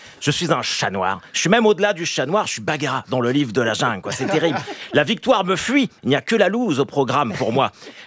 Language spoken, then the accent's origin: French; Caen, Normandy, France; born there; Je suis né à Caen